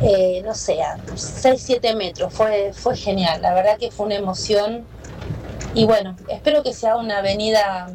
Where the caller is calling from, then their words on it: Buenos Aires, Argentina; de Parque Avellaneda. Si bien no profeso la religión católica, me acuerdo cuando yo era muy chiquita, era chica en el 80 y pico